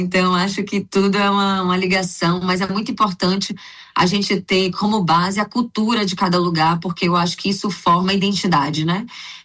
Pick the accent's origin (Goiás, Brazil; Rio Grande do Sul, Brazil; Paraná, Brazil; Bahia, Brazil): Bahia, Brazil; Eu sou baiana, né? Como você sabe, sou teropolitana e eu faço essa voz mais puxada para o pernambucano.